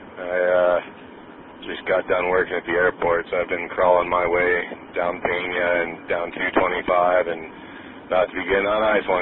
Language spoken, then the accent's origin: English; Aurora, Colorado, United States; I was born and raised in Aurora